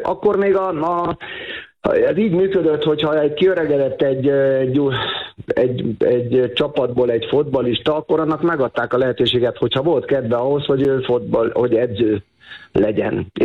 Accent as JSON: {"language": "Hungarian", "town": "Vác", "region": "Pest", "country": "Hungary", "tie": "born or raised there", "said": "Tehát én gyerekként én Vácon voltam általános iskolás"}